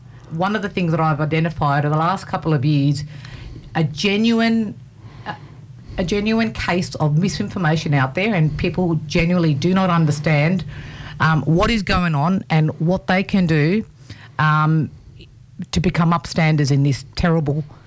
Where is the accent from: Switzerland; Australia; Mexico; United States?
Australia; I'm a very proud Australian with Lebanese Maronite background.